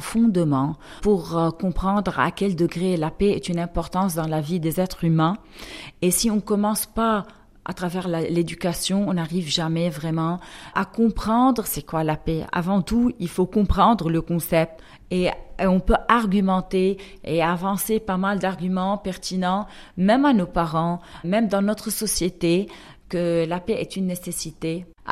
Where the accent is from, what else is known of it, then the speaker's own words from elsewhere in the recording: Lebanon; en tant que Libanais.